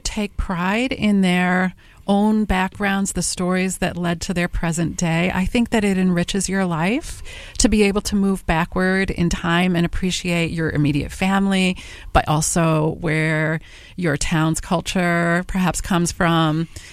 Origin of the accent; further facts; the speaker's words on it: New York, United States; now in Iowa, United States; This was not true where I was from in New York.